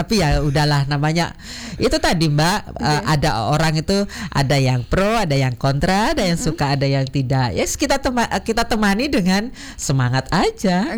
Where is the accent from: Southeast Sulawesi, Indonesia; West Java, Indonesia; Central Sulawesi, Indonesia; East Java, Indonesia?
East Java, Indonesia; Madiun; moved away; saya juga orang Madiun sebenarnya, walaupun saya sekian tahun saya meninggalkan Madiun, tetapi saya kembali lagi karena saya mencintai Kota Madiun. Kota Madiun itu adalah tempat di mana saya dulu sering bermain, mencari ilmu